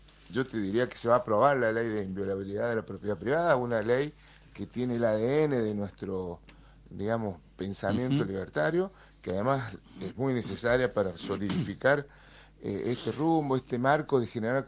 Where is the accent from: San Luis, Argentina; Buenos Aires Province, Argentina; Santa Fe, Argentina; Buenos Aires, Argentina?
San Luis, Argentina; Yo vengo de la provincia de San Luis, donde siempre se gobernó con equilibrio fiscal